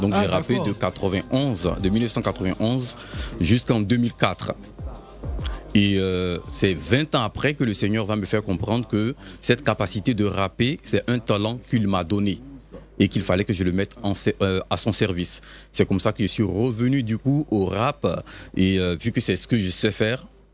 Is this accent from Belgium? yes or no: no; Côte d’Ivoire; now in Bordeaux, France; il fallait que je retourne dans mon pays d'origine